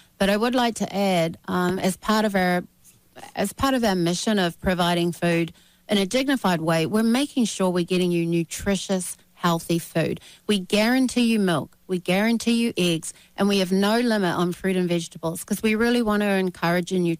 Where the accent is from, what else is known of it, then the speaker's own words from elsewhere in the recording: New Zealand; So growing up in New Zealand, I had this love for good, healthy food from the source.